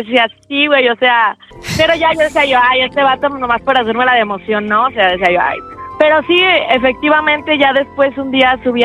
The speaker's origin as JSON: {"language": "Spanish", "town": "Puerto Vallarta", "region": "Jalisco", "country": "Mexico", "said": "No, soy de Puerto Vallarta."}